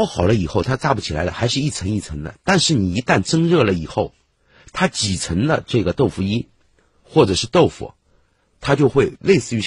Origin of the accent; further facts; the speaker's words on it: Shanghai, China; 像我们上海人就传统的一直吃红米稀的。